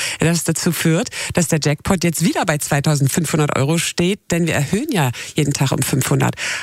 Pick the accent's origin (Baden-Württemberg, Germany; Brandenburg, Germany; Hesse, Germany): Brandenburg, Germany; Ich bin ja auch Brandenburgerin